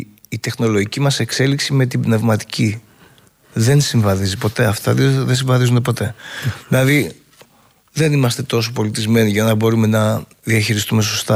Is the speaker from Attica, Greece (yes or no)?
yes; Piraeus, Attica, Greece; born there; also born or lived in Amygdalia, Phocis; Εγώ γεννήθηκα στον Πειραιά, πήγαινε, ερχόμασταν στο χωριό.